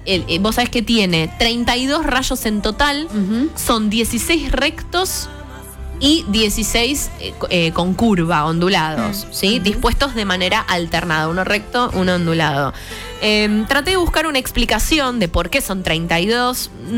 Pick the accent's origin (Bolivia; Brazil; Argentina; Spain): Argentina; nuestra identidad como argentinos